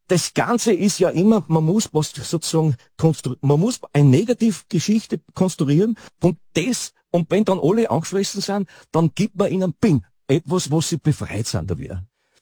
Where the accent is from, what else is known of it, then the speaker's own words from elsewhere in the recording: Eisenerz, Styria, Austria; ich bin in Eisenerz aufgewachsen